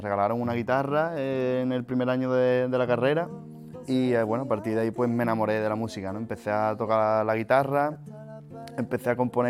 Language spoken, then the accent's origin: Spanish; Sanlúcar de Barrameda, Andalusia, Spain; born or raised there